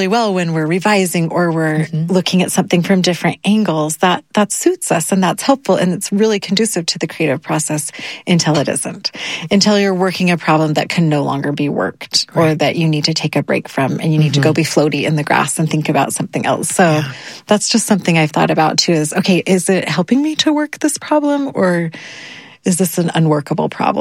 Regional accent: Utah, United States; We went to Iceland and we're from Utah, so we were dumb.

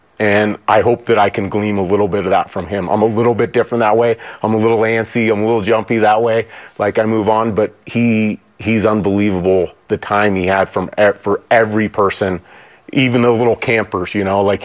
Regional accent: Utah, United States; born there; moved away; also born or lived in Northern California; I grew up in Utah and in Northern California

